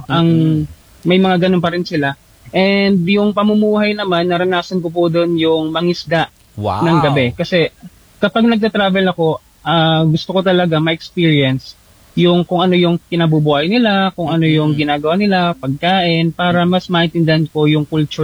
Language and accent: Tagalog; Quezon Province, Calabarzon, Philippines; I'm from Quezon Province po.